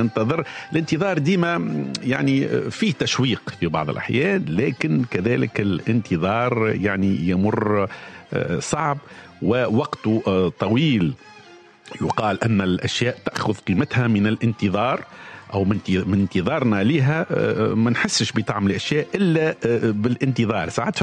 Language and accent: Arabic; Tunisia; accent: Tunisian; لكن احنا تعودنا انه في لهجتنا التونسية نقوله استنى